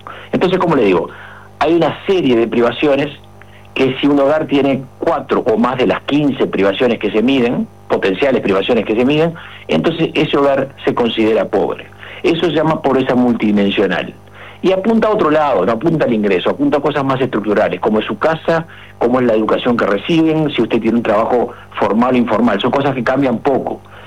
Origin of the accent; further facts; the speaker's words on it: Uruguay; Los uruguayos nos consideramos más pobres de lo que objetivamente nos calificamos como pobres